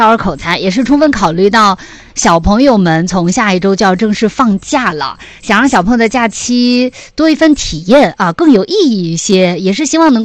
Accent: Kaifeng, Henan, China; 我的老家开封啊

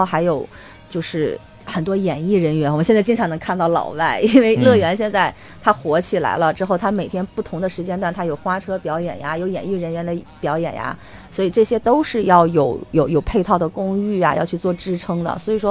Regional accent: Northeast China, China; now in Hainan, China; 咱们东北人都很爱吃烧烤嘛

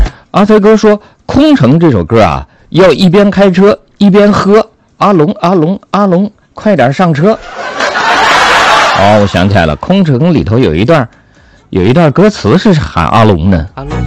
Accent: Hubei, China; accent: Hubei dialect; 就是用我们湖北话

